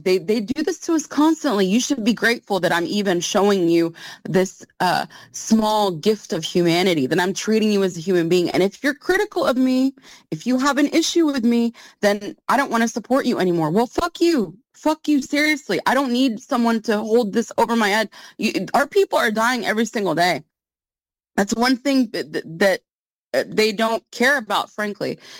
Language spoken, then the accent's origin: English; United States; Yes, I do speak in English. I was raised in the United States, but I'm Southern Lebanese. I have been raised as a Southern Lebanese person